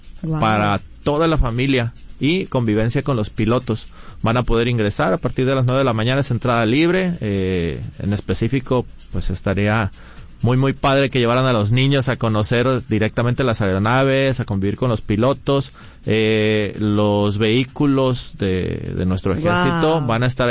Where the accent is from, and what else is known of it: Puerto Vallarta, Jalisco, Mexico